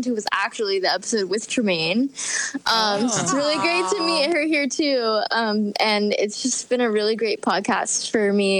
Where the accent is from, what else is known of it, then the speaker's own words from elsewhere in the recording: Florida, United States; So I'm from Florida.